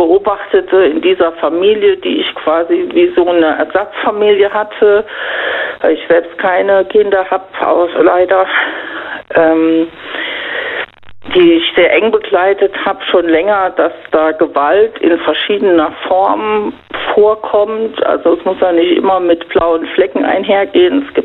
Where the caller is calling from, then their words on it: Rhineland-Palatinate, Germany; Ja, ja, RPR Einzugsgebiet Rheinland-Pfalz.